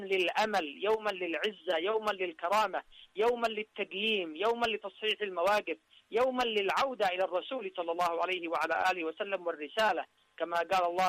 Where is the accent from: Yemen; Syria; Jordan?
Yemen; فيما بيننا كيمنيين